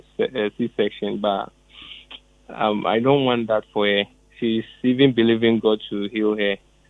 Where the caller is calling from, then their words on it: Ghana; I'm calling from Adokwanta.